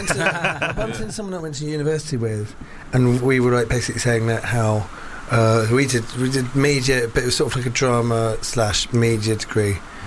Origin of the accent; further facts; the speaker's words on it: St Albans, East of England, United Kingdom; Oh, no, I grew up in St Albans.